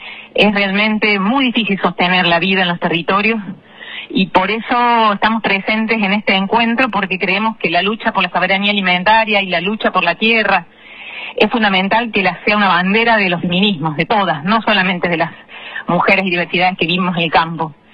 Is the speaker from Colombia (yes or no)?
no; Argentina